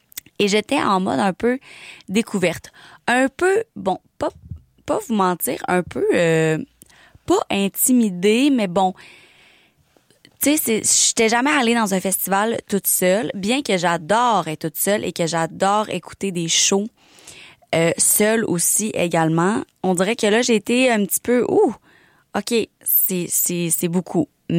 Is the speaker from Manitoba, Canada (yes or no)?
no; Trois-Rivières, Quebec, Canada; moi, je viens de Trois-Rivières, mais je me tiens rarement à Drummond.